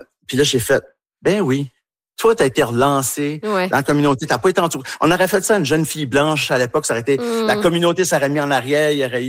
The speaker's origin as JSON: {"language": "French", "region": "New Brunswick", "country": "Canada", "said": "Puis moi aussi, en tant qu'Acadien, fier Acadien, j'ai même été vice-président de la Société de l'Acadie du Nouveau-Brunswick."}